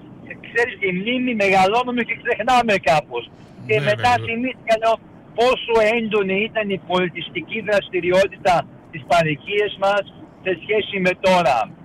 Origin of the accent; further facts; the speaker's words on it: Melbourne, Victoria, Australia; όπου έλεγα πως ήμουνα από Μελβούρνη, Αυστραλία, χαιρότανε